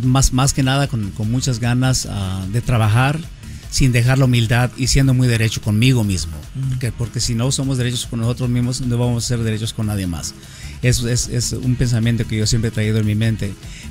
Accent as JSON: {"language": "Spanish", "region": "Michoacán", "country": "Mexico", "also_born_or_lived": "Mexico City, Mexico", "moved": "as an adult", "lives_now": "Addison, United States", "said": "yo soy de Michoacán, México, y bueno, a muy temprana edad yo me fui para el DF a trabajar."}